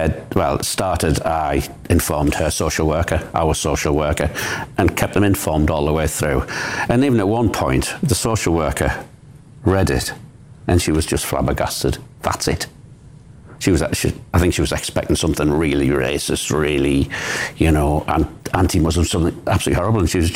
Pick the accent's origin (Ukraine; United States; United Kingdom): United Kingdom